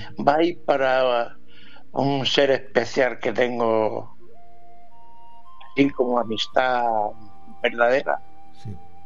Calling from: Moià, Catalonia, Spain; Llamo desde un pueblo de Barcelona. Se llama Moyá.

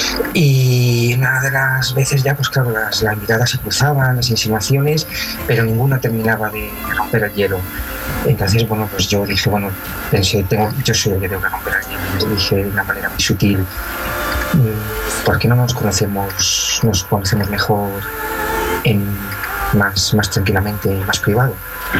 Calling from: Madrid, Community of Madrid, Spain; Desde Madrid

